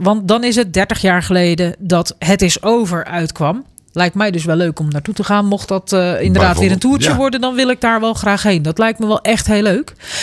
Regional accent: Rijssen, Overijssel, Netherlands; de feestweek van Rijshout, waar ik opgegroeid ben.

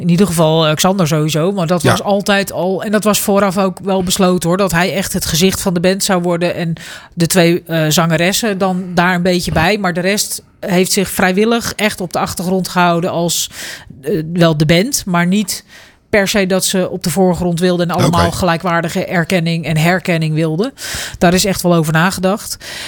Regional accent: Rijssen, Overijssel, Netherlands; de feestweek van Rijshout, waar ik opgegroeid ben.

